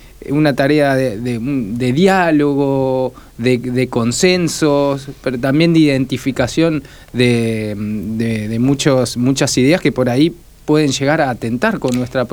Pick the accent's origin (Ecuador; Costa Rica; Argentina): Argentina